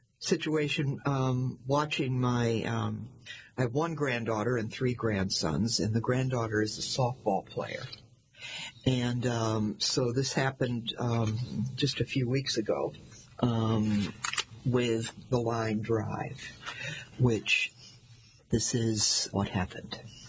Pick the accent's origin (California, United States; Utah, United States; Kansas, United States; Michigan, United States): Michigan, United States; also born or lived in South Orange, New Jersey; now in Plymouth, United States; I grew up in Michigan and then I lived in New Jersey for many